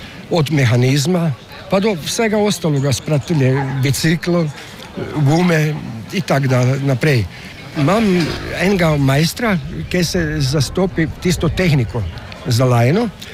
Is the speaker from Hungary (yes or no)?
no; Varaždin, Varaždin County, Croatia; Slovenian is a second language; Jaz sem stari Varaždinec, pa sem muzikant tudi.